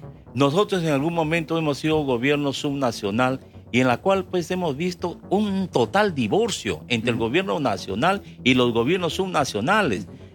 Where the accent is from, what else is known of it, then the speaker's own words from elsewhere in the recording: Peru; Y hemos tenido que soportar como peruanos.